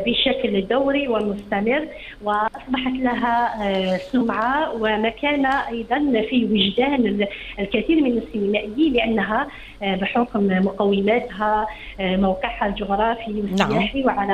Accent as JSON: {"language": "Arabic", "country": "Algeria", "said": "أنا الآن من الجزائر، نتكلم مع إخوتي التونسيين على الإذاعة الوطنية."}